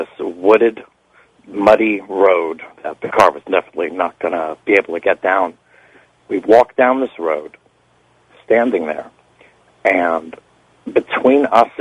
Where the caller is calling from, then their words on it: New York City, New York, United States; from Brooklyn, New York.